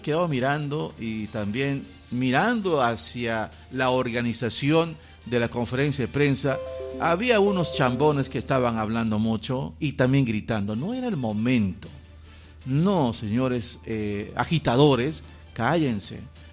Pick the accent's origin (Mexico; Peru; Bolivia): Peru; San Martín; nosotros somos de San Martín